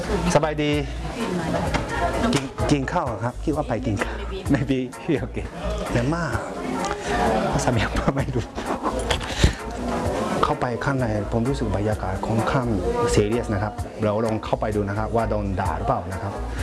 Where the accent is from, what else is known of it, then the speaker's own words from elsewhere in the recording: Thailand; English is a second language; I'm from Thailand.